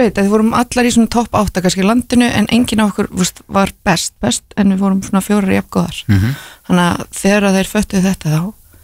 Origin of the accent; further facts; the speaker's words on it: Grímsnes, Southern Region, Iceland; Jú, ég er úr Grímsnesinu.